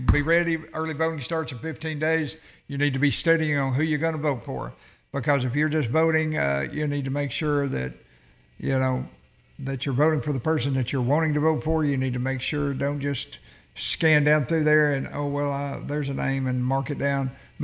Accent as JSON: {"language": "English", "town": "Jasper", "country": "United States", "tie": "born or raised there", "said": "I grew up in Jasper, or went to school in Jasper."}